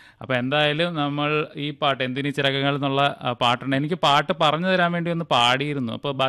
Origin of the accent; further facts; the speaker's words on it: Thodupuzha, Kerala, India; now in Kochi, India; എന്റെ വീട് തൊടുപുഴയാണ്. ഇപ്പൊ ഇവിടെയായി, കൊച്ചിയിലായി.